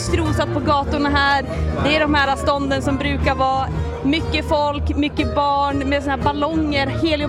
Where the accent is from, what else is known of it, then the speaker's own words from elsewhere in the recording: Åsele, Västerbotten County, Sweden; Och jag är ju från Åsele, alltså marknadernas marknad.